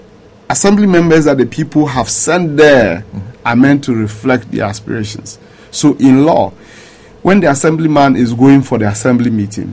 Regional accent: Ghana; I'm a Ghanaian.

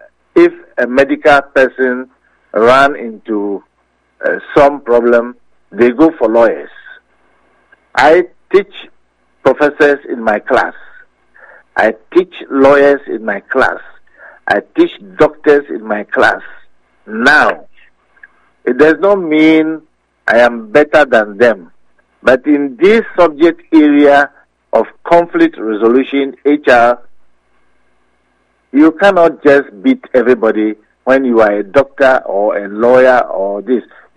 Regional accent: Ghana; born there; I was born in Gold Coast. I live with you who in Ghana here.

